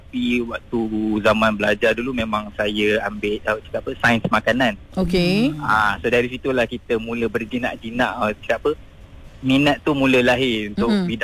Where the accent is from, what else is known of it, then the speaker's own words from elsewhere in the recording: Shah Alam, Selangor, Malaysia; Saya dari Shah Alam.